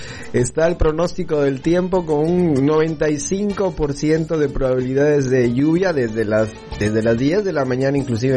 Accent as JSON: {"language": "Spanish", "country": "Mexico", "said": "nos identifica como mexicanos y la música ranchera pues nos hace sentir muy mexicanos."}